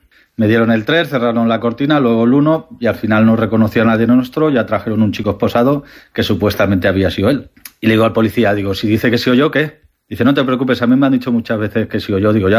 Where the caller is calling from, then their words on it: Valencia, Valencian Community, Spain; de Valencia